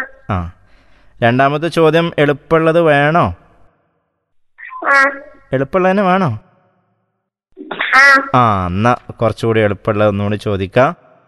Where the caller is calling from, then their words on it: Tirurangadi, Kerala, India; Tirurangadi.